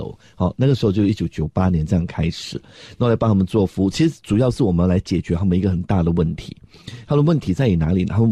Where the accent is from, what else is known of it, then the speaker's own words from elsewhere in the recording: Malaysia; moved away; 那我们是马来西亚人，马来西亚人刚好也会英文，也会中文，有像我们基本上都会大概6种语言